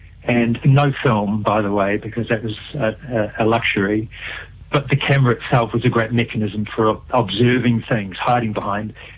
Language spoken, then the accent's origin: English; Waimate, Canterbury, New Zealand; now in Auckland, New Zealand; I'm from Waimate, just south of Timaru, and I grew up there. I'm up in Auckland now.